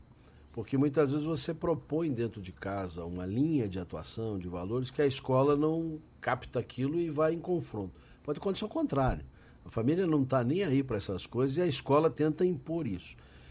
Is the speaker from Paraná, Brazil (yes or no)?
yes; Curitiba, Paraná, Brazil; fui proferir um sermão no aniversário de uma igreja lá na minha cidade, em Curitiba